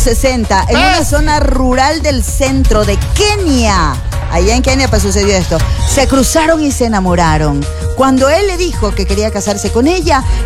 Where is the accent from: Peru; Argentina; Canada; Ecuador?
Ecuador; Ecuadorian coast; Así no somos los costeños.